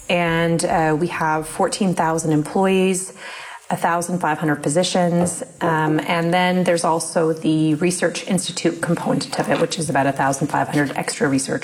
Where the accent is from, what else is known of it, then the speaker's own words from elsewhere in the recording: Waterloo, Ontario, Canada; born there; So my parents immigrated from what was then Czechoslovakia, now the Czech Republic, to do their PhDs. And they met in at the University of Waterloo while they were doing their PhDs. That's where I wa